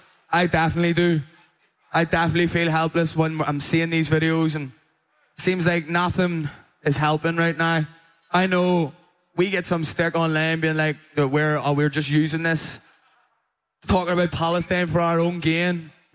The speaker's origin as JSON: {"language": "English", "town": "Belfast", "region": "Northern Ireland", "country": "United Kingdom", "also_born_or_lived": "Derry", "said": "We're from West Belfast in Derry. Ireland, a place still under British occupation."}